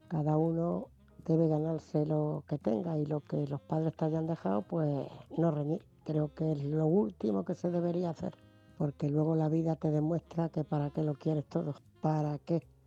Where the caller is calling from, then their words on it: Ciudad Real, Castilla-La Mancha, Spain; de Ciudad Real.